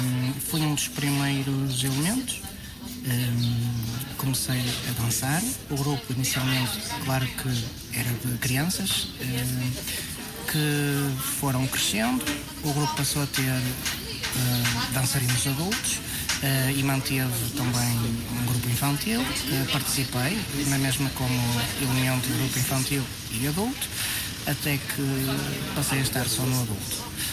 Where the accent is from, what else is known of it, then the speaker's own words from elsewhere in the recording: Portugal; temos orgulho em dizer que somos de Mafião e do Bustelo.